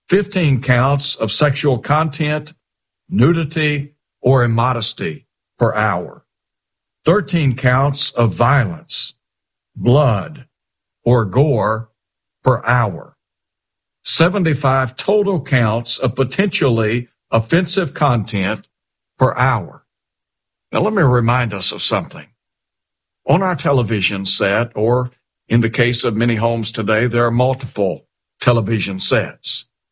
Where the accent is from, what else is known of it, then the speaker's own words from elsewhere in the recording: Chattanooga, Tennessee, United States; when I was just a young fella growing up in Chattanooga